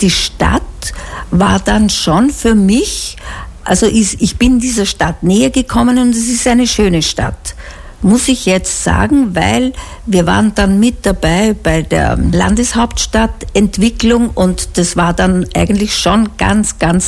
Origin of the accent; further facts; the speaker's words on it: Pulkau Valley, Lower Austria, Austria; ich bin im Pulkertal aufgewachsen, mein Papa war Lehrer